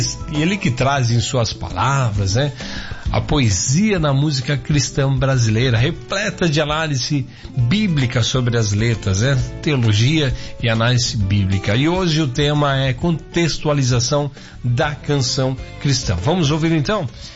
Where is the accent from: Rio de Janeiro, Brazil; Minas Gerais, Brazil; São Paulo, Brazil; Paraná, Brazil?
Paraná, Brazil; Curitiba; Ah, meus... vizinho de estado aí, eu que morei muitos anos, eu sou curitibano, né? Morei muitos anos em Curitiba, bem pertinho de vocês aí.